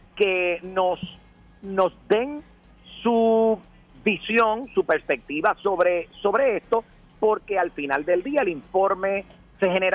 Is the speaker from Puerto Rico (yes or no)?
yes; Puerto Rico; nuestra isla